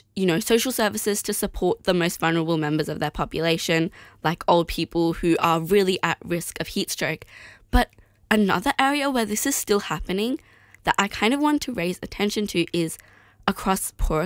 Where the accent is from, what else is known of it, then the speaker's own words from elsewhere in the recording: Australia; which feels crazy as an Australian to be like, oh, 41 degrees, so high, because for us, that's a normal summer temperature.